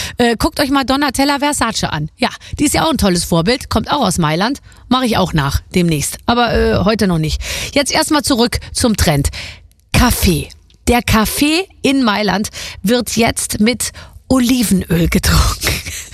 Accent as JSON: {"language": "German", "country": "Germany", "said": "Das ist eher mein Geschmack, aber ich bin ja auch eine Deutsche und keine Italienerin."}